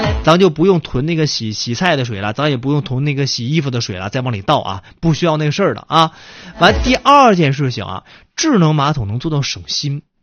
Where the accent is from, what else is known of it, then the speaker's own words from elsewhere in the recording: Northeast China, China; 比如说这个我们东北人啊